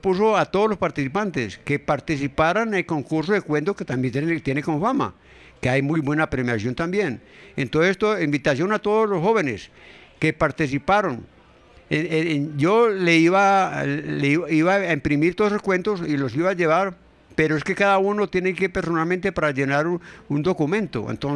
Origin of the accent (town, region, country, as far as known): Amagá, Antioquia, Colombia; born or raised there